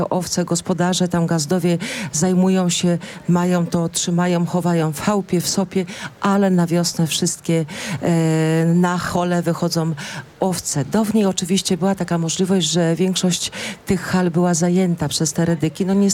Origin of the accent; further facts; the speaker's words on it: Lesser Poland, Poland; nie jestem Zakopianką, ale góralką rdzenną z krwi i kości